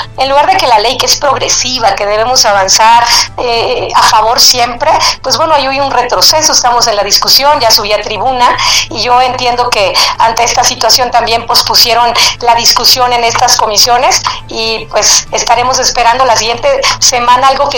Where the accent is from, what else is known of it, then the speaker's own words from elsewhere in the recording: Mexico; Ese sería el llamado a estar unidos como mexicanos en contra de legislaciones como lo que hoy está sucediendo